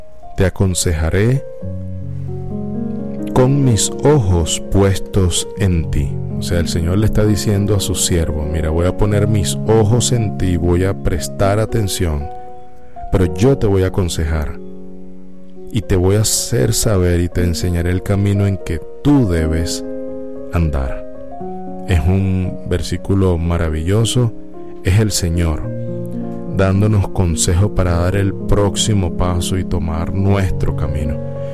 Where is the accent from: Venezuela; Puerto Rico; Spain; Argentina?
Venezuela; Guíanos como familia venezolana